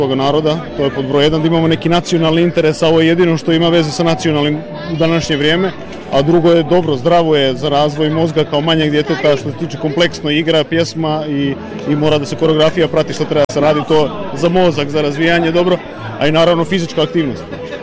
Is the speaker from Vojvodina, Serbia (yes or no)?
yes; Bačka Topola, Vojvodina, Serbia; Mi se predstavljamo igrom iz Bačke, pošto svakako dolazimo iz Bačke Topole